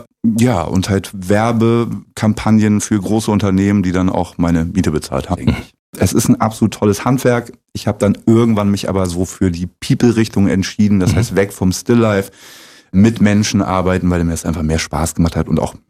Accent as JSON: {"language": "German", "region": "Lower Saxony", "country": "Germany", "tie": "born or raised there", "lives_now": "Zeuthen, Germany", "said": "Genau, bei Bremen."}